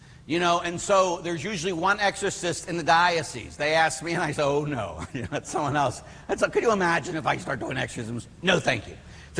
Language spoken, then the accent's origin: English; Pittsburgh, Pennsylvania, United States; When we were kids, I'll never forget, we came to Waldemere. And at Waldemere, because we're from Pittsburgh, we came up there.